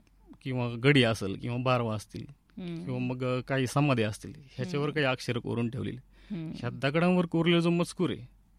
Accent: Kamargaon, Maharashtra, India; also born or lived in Ahmednagar; माझं बालपण माझं जन्मगाव कामरगावमध्येच गेलेलं आहे। तिथंच मी म्हणजे शिक्षण वगैरे तिथंच झाले, आणि पुढं महाविद्यालयीन शिक्षण जे आहे ते नगर इथे झालेलं आहे

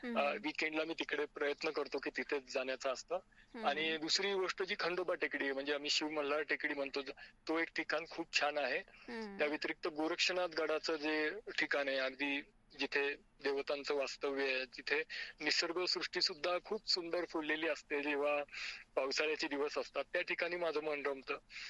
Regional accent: Ahmednagar, Maharashtra, India; एक नगरकर म्हणून

